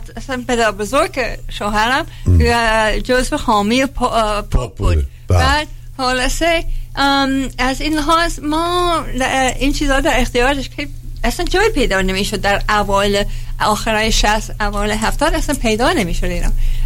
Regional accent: Shiraz, Fars, Iran; همشهری، بله همشهری. من هم شیرازی هستم مثل شما.

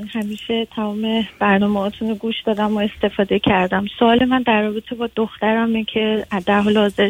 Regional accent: Iran; moved away as an adult; now in Europe; من توی ایران بزرگ شدم. در واقع طریق همسر اولم اومدم اینجا

